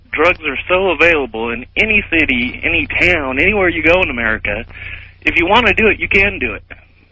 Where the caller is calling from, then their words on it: Ashland, Oregon, United States; I'm in calling from Ashland, Oregon.